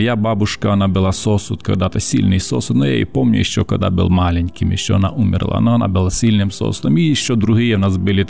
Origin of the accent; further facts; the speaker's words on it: Vinnytsia Oblast, Ukraine; moved away; откуда ты приехал? Ну, я говорю, с Украины, Винницкая область.